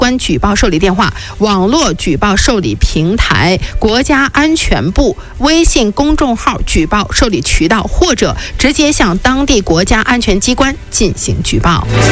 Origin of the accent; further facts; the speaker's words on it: China; 我们作为中国人，我们是有义务来保护我国的啊